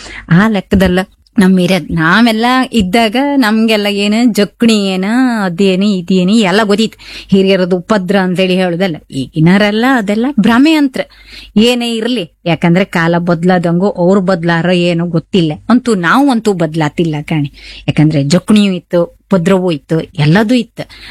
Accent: Kundapura, Karnataka, India; ನಾವು ಕುಂದಾಪ್ರಮಣ್ಣ ಹುಟ್ಟಿ ಈ ಕುಂದಾಪ್ರಮಣ್ಣ ಬೆಳೆದವರಿಗೆ ಕುಂದಾಪುರ ಭಾಷೆ ಬಳಸ್ತಿಪ್ಪರಿಗೆ

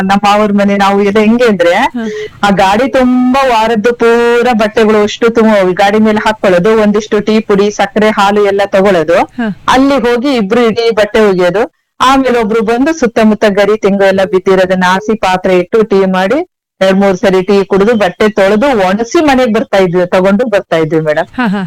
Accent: Karnataka, India; ನಮ್ಮ ಹಳ್ಳಿ ಕಡೆ ಮಲ್ನಾಡ್ ಸೀಮೆಲ್ಲೆಲ್ಲ ನದಿ ಹೊಳೆಗೆಲ್ಲ ತುಂಬೋಗ್ಬಿಡುತ್ತಲ್ಲ

